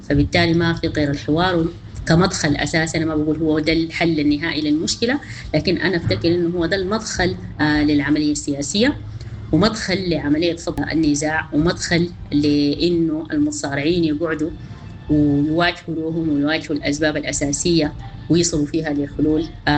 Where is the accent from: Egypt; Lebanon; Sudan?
Sudan; لنا نحن كشعب سوداني